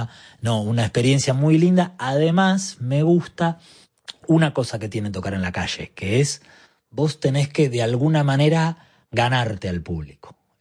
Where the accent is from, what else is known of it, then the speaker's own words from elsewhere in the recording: Argentina; yo vengo de acá, yo soy argentino, yo estoy viviendo en Buenos Aires hace 15 años